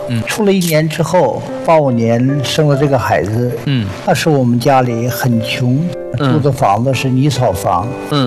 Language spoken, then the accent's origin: Chinese; Jilin, China; 我是来自吉林，来寻找